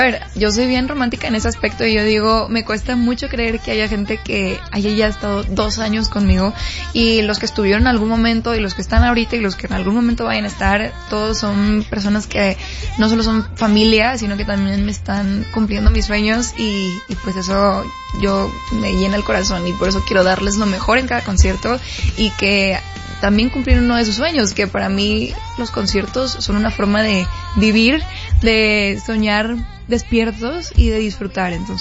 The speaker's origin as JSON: {"language": "Spanish", "town": "Guadalajara", "region": "Jalisco", "country": "Mexico", "tie": "born or raised there", "said": "Arrancaré en Guadalajara, mi ciudad natal, y eso me emociona muchísimo porque además de que tengo tiempo de no ir a Guadalajara"}